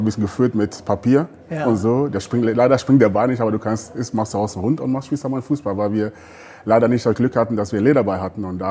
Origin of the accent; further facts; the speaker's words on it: Ghana; now in Gelsenkirchen, Germany; jeder denkt, klar … kommt aus Ghana, aber trotzdem fühle ich mich wirklich sehr, sehr wohl hier in diesem Ruhrgebiet